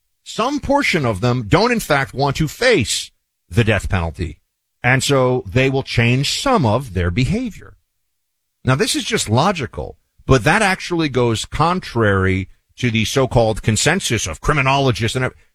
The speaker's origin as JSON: {"language": "English", "town": "New York City", "region": "New York", "country": "United States", "tie": "born or raised there", "said": "This is a Democrat who could very well win a congressional seat in New York City, my hometown"}